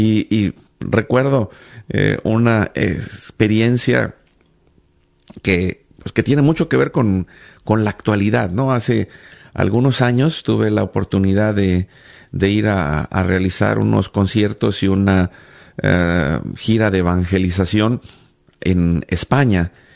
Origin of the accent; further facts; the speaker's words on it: Guatemala; now in Spain; Yo vengo de Guatemala